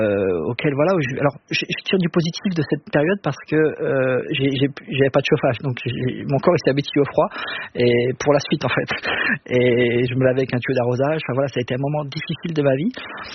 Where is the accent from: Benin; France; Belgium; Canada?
France; Saint-Valery-sur-Somme, Hauts-de-France; also born or lived in Sangatte; Alors, entre la Côte d'Opale et la baie de Somme.